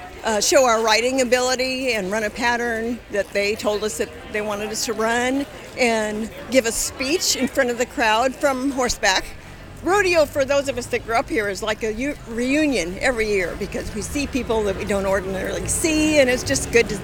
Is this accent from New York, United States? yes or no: no; St. Paul, Oregon, United States; I'm from St. Paul, Oregon.